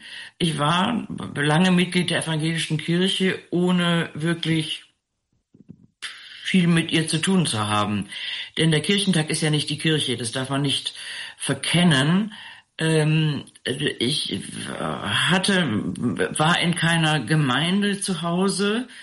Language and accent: German; Rhineland, Germany; ich bin im Rheinland aufgewachsen, im katholischen Rheinland, und meine ältesten Freundinnen und Freunde waren alle katholisch.